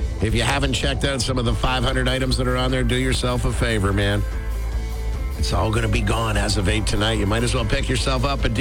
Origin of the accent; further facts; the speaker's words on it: Toronto, Ontario, Canada; growing up in Toronto in the 80s